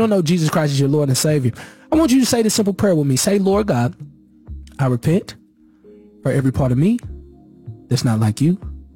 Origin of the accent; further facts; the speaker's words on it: St. Louis, Missouri, United States; I come from St. Louis, Missouri, and I still have friends with names like No Sage, Old Maze, and Scarecrow